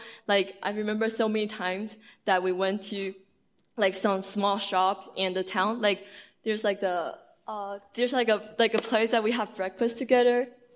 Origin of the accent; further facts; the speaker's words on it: Taiwan; English is a second language; We're from the United World College, and … I'm from Taiwan. I'm still learning English, so I wish everyone can try to understand my English.